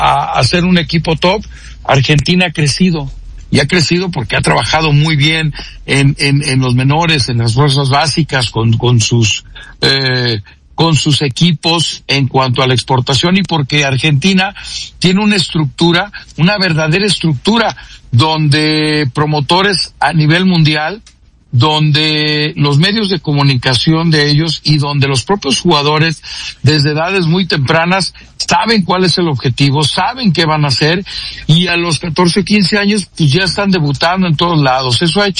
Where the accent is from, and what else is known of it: Mexico